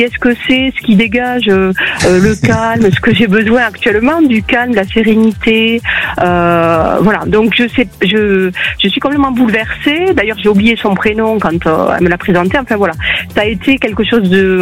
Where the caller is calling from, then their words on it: Occitanie, France; d'Occitanie